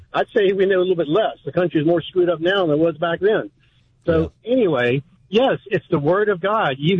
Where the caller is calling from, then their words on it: Charlottesville, Virginia, United States; I'm calling out from Charlottesville, home of Thomas Jefferson, James Madison.